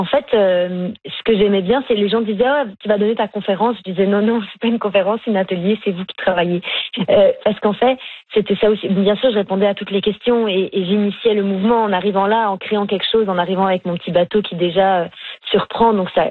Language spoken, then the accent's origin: French; Quebec, Canada; J'ai grandi au Québec